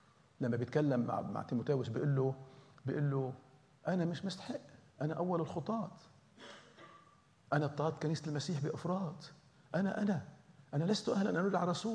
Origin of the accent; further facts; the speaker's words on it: Lebanon; accent: Lebanese; نحن من لبنان بنقولها عادي